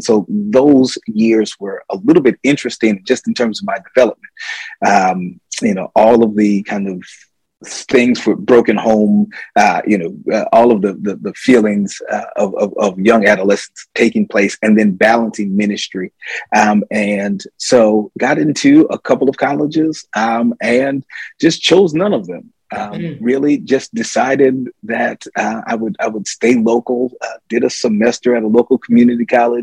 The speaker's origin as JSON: {"language": "English", "town": "Ithaca", "region": "New York", "country": "United States", "tie": "born or raised there"}